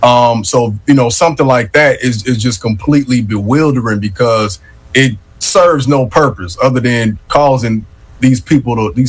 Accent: Chicago, Illinois, United States; When I was growing up in Chicago in the 90s

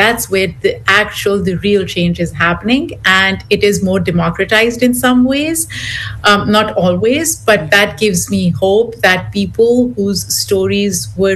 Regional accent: Pakistan; moved away as an adult; now in United States; I grew up in Pakistan. I came to the US in early 20s.

